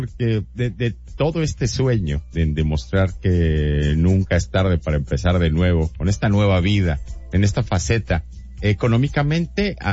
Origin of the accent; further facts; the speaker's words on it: Mexico; Y digo, yo de México.